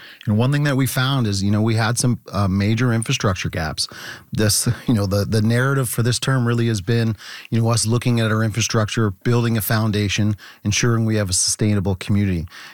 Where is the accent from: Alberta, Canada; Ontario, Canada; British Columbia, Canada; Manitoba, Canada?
Ontario, Canada; Kingsville; moved away as an adult; we grew up in Kingsville and, you know, Kingsville Public and KDHS grads. And like everybody else, you move away for a while, you go to school. And, you know, we moved back in 2013 to start our business, Greenheart.